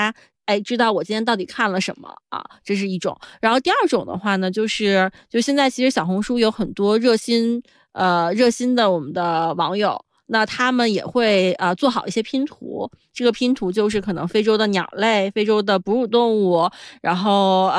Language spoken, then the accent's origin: Chinese; China; 我们中国人